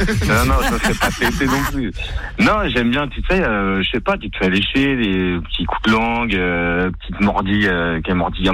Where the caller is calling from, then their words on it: France; je suis français